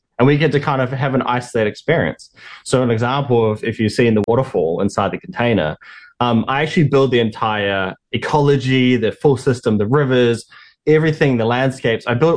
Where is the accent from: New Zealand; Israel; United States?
New Zealand; growing up in New Zealand, my home, where I've had this relationship with nature. And I think like a lot of Kiwis connect with this quality